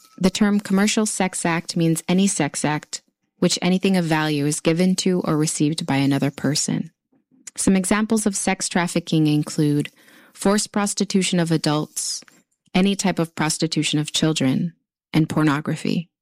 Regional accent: Utqiagvik, Alaska, United States; I'm Inupiaq from Utqiagvik, Alaska

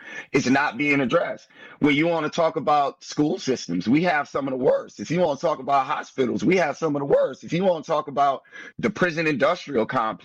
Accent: New Orleans, Louisiana, United States; And I'm lucky that I grew up in New Orleans because it is a blue dot in a red ocean.

